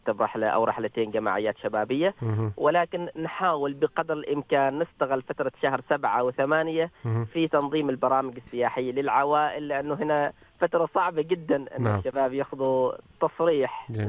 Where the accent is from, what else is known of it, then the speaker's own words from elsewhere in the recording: Oman; وكنت بالزي العماني طبعا لابس، يقول لي أنت من أي بلد؟ طبعا يتحدث معي باللغة الإنجليزية، فأنا ذكرت لأنه أنا من سلطنة عمان